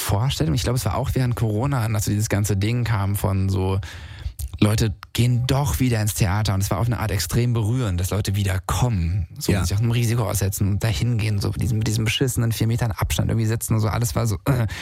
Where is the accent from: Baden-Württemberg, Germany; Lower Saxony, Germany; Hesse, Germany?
Hesse, Germany; ich komme selber aus der Ecke Odenwald